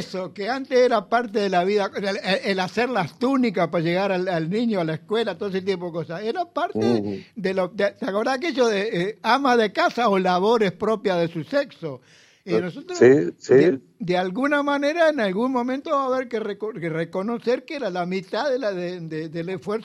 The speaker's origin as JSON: {"language": "Spanish", "region": "Colonia", "country": "Uruguay", "said": "Yo soy de Colonia"}